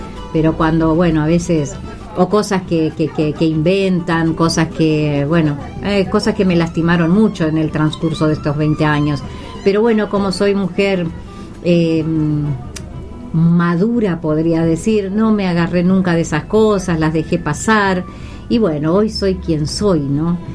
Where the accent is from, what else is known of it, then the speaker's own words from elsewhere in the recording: Santiago del Estero, Argentina; now in Buenos Aires, Argentina; cuando me preguntan dónde naciste, en Santiago, Punta Pozo es el paraje monte adentro, les digo, como para que no queden dudas desde dónde vengo. cómo me crié